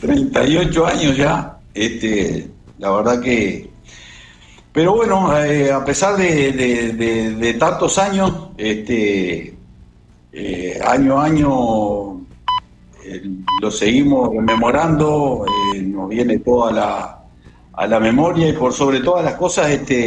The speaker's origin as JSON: {"language": "Spanish", "region": "Maldonado", "country": "Uruguay", "tie": "born or raised there", "said": "En Uruguay, exactamente, en Maldonado, mi lugar de origen."}